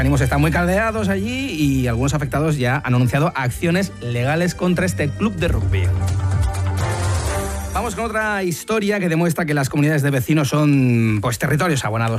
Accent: Granada, Andalusia, Spain; en Granada también tenemos asfalto, ¿eh? Y supermercados y bares.

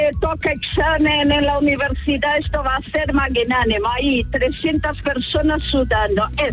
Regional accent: Spain; O sea, soy española.

